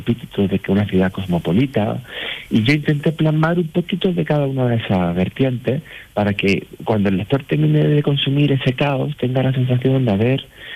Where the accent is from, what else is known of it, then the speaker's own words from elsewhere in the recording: Úbeda, Andalusia, Spain; A Úbeda, mi tierra, mi preciosa ciudad, le pega un tajo, tiene la capa, que es la una capa principal.